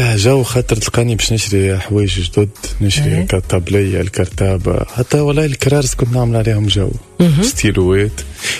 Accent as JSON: {"language": "Arabic", "town": "Bizerte", "region": "Bizerte Governorate", "country": "Tunisia", "also_born_or_lived": "France", "moved": "yes", "said": "احنا من بنزرت"}